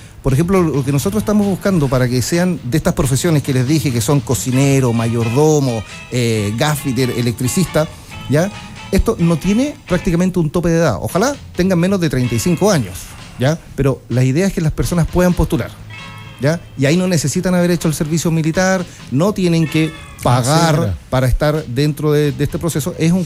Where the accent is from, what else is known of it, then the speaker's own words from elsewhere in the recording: Chiloé, Los Lagos, Chile; moved away; en mi caso particular, por ejemplo, yo soy de Chiloé.